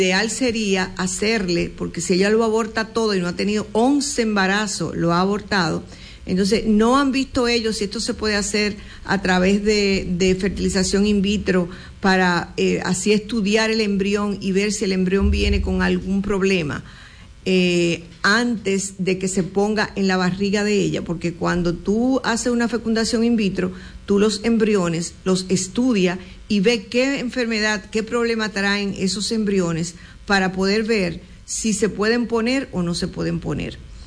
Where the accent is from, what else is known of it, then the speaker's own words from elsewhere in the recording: Dominican Republic; ya yo no digo nada porque somos dominicanos.